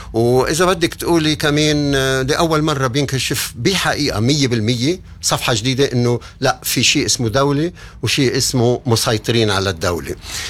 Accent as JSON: {"language": "Arabic", "country": "Lebanon", "moved": "yes", "said": "نحن كلبنانية"}